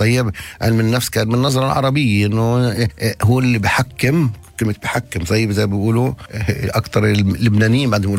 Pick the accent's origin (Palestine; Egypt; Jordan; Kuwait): Palestine; واحنا كفلسطينيين